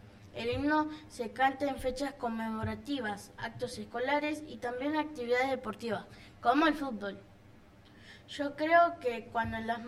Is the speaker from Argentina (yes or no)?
yes; Argentina